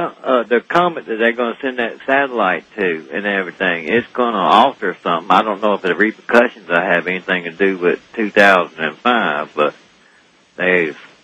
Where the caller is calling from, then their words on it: Augusta, Georgia, United States; from Augusta, Georgia.